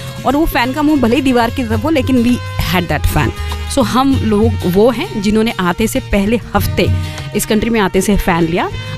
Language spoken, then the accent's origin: Hindi; Akola, Maharashtra, India; मैं अकोला जिस शहर से आती हूँ वहाँ पे तो ऐसा लगता है कि सूर्य देवता हमेशा मेहरबान रहते हैं। वो स्पॉटलाइट होता है ना, वैसे धूप। Okay, so I have grown up in temperatures जहाँ पे हमेशा 40s में टेम्परेचर रहता है।